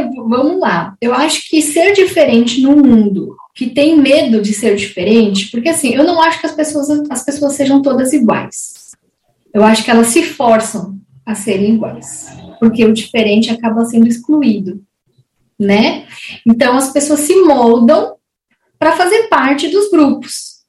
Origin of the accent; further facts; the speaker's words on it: São Paulo, Brazil; moved away as an adult; now in Santa Catarina, Brazil; eu sou paulista, mas moro há 12 anos em Santa Catarina. Eu tenho 32 anos.